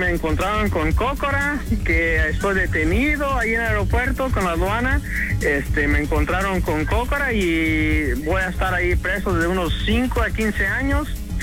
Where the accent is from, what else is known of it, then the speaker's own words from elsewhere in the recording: Iguala, Guerrero, Mexico; Ah, soy de Iguala, Guerrero.